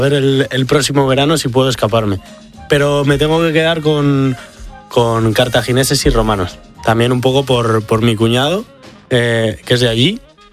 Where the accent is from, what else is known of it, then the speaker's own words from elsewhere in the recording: Moraleja de Enmedio, Community of Madrid, Spain; las de mi pueblo, de Moraleja de en Medio